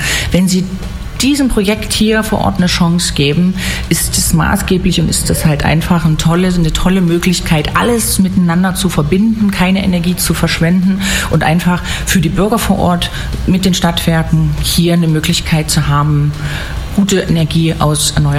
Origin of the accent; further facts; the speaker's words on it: Dresden, Saxony, Germany; Aber ich möchte mal sagen, man hört es vielleicht, eigentlich komme ich ja aus Dresden.